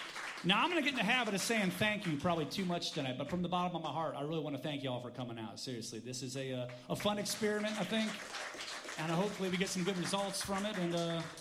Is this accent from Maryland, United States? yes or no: yes; Westminster, Maryland, United States; growing up in Westminster, Maryland